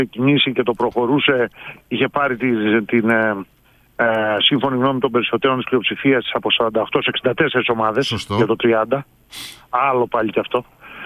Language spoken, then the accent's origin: Greek; Greece; επειδή είμαστε Έλληνες